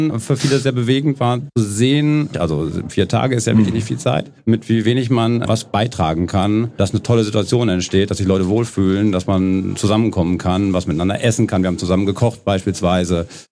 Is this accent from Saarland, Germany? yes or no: no; Münster, North Rhine-Westphalia, Germany; Also ich bin tatsächlich gebürtiger Gremmendorfer.